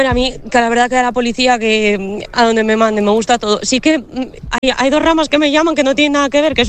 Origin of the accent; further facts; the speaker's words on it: Asturias, Spain; also born or lived in Russia; Sí, yo nací en Rusia, pero llevo aquí desde los 5 años y también es que me encanta Asturias.